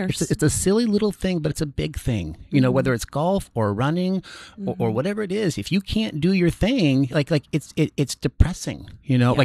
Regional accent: Northwest, United States; now in Amherst, United States; I'm from the Northwest. You know, I've been living in Amherst for the last, you know, like 15 years or so, working in Londonderry, Manchester.

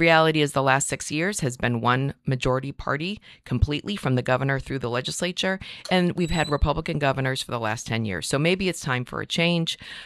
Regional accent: Nashua, New Hampshire, United States; I grew up in Nashua. I was lucky enough, my husband and I, when we were looking for a place to raise our family, I found a house three houses away from where I grew up.

